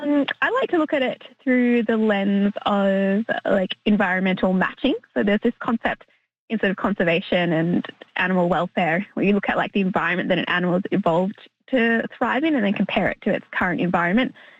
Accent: Tasmania, Australia; I'm from Tasmania in Australia, right?

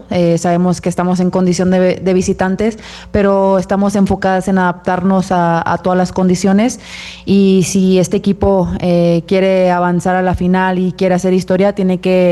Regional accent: Mexico; Feliz de poder estar en mi país. Siempre es bonito regresar a casa cuando estás lejos. Y lo compartí hace algunos días. Para mí es bonito que las compañeras puedan vivir un poco de la cultura mexicana.

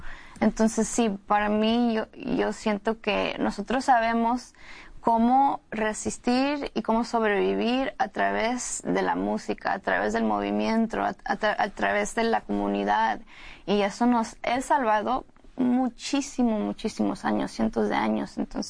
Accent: Cancún, Quintana Roo, Mexico; born there; porque yo nací en Cancún. Entonces, y mi familia es huasteca tenec y somos gente tropical

